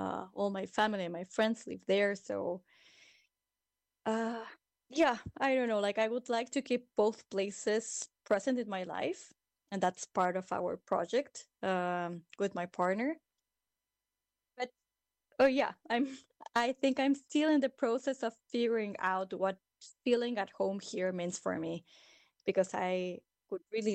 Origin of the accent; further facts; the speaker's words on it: Mexico; I'm from Mexico. I'm 39 years old.